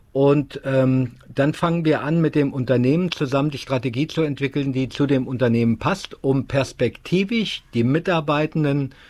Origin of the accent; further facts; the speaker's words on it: Kassel, Hesse, Germany; ich bin ein Nordstadtkind, ich bin in der Nordstadt groß geworden